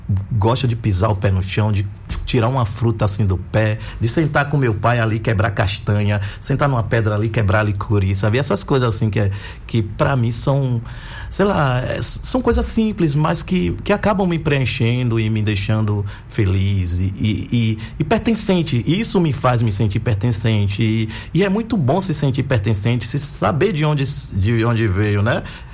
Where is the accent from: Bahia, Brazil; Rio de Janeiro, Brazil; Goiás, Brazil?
Bahia, Brazil; Feira de Santana; now in Salvador, Brazil; Mas eu tenho um vínculo muito forte com Feira de Santana, especificamente com minha comunidade, a comunidade quilombola de Lagoa Grande, né?